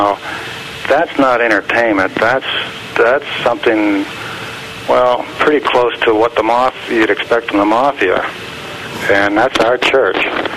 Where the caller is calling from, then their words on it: Johnstown, Pennsylvania, United States; Johnstown, Pennsylvania.